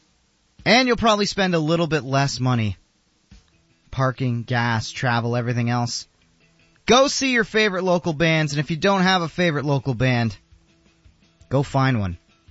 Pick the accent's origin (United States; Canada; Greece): Canada; us as Canadian fans